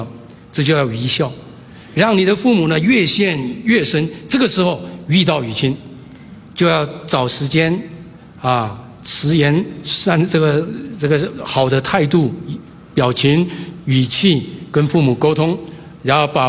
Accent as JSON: {"language": "Chinese", "country": "China", "said": "所以我们中国人里面，孔子说"}